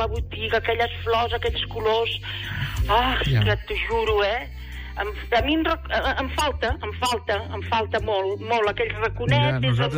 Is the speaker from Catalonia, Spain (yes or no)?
yes; Premià, Catalonia, Spain; almenys els que som de Premià de tota la vida